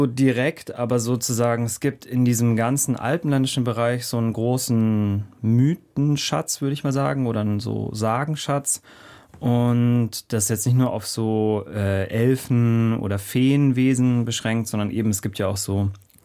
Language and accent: German; Bavaria, Germany; Zwischen München und Garmisch-Partenkirchen. Genau, also ziemlich genau dazwischen.